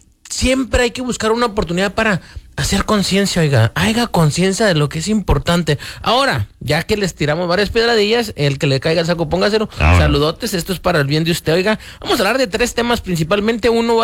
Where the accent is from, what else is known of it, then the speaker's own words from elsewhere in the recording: Mexico; now in United States; como venimos de México y de otros países, venimos muy tercos, somos muy tercos el mexicano, aquí tienen uno